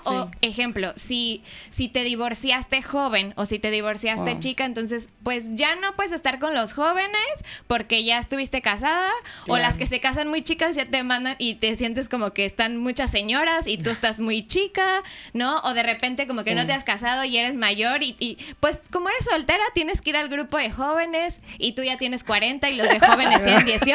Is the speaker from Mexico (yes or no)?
yes; Mexico City, Mexico; moved away as an adult; now in Mérida, Mexico; yo toda mi infancia, cuando crecí en Ciudad de México, yo fui hija de padres divorciados